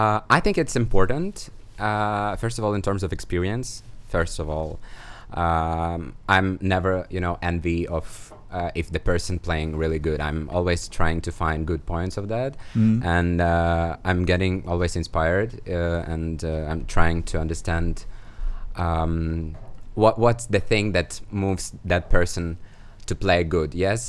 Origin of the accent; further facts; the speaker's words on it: Ukraine; English is a second language; now in Kyiv, Ukraine; I'm from Ukraine, and I moved to the capital from the like small town.